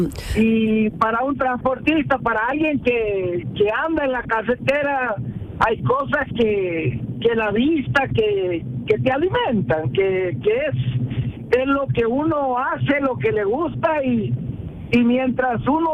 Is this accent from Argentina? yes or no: yes; Argentina; now in Málaga, Spain; Yo soy argentino, soy.